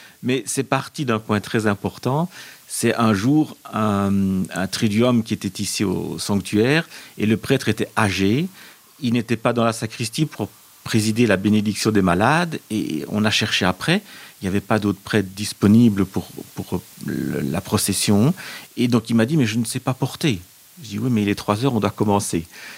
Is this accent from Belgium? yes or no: yes; Wallonia, Belgium; Et donc, je suis issu de l'AS Bay, de la région de Hannu.